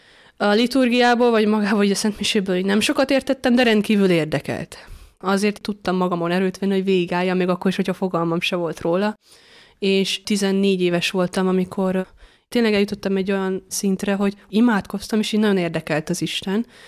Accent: Harsány, Borsod-Abaúj-Zemplén, Hungary; also born or lived in Miskolc; now in Szécsény, Hungary; Miskolcon születtem, de Harsányban nőttem fel, egy szép nagy családban, négyen vagyunk testvérek. Eredetileg görög katolikusok vagyunk, és annak is lettem keresztelve

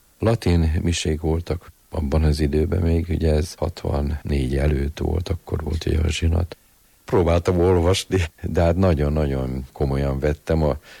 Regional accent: Budapest, Hungary; A Mátyás templomba nőttünk föl, minisztráns voltunk

